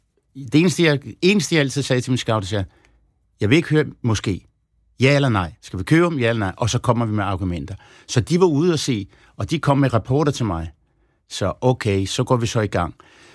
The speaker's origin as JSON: {"language": "Danish", "town": "Copenhagen", "region": "Capital Region of Denmark", "country": "Denmark", "said": "Fordi det er der, hvor jeg kommer fra. Jeg kan huske den, da de lavede den, det var en LP dengang, og det var det første nummer på, og da det blev … Christianshavn."}